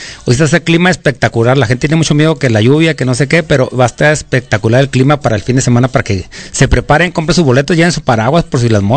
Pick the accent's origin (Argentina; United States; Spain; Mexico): Mexico; Guadalupe Calvo, Chihuahua; moved away; Me acuerdo mucho de mi tierra, Guadalupe Calvo.